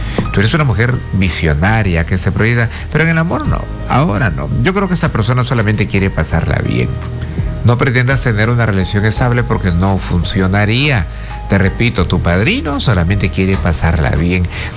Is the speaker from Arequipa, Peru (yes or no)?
no; Paita, Piura, Peru; Saludos, Paita, mi tierra, el norte de Perú